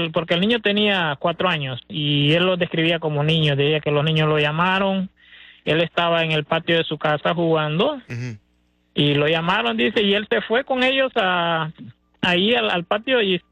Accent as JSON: {"language": "Spanish", "country": "Honduras", "said": "yo soy de Honduras."}